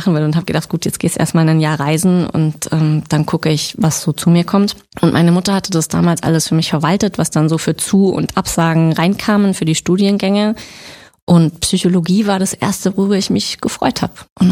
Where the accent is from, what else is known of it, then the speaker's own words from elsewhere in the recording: Freiburg, Baden-Württemberg, Germany; Ich komme aus der Sonnenstadt, genau.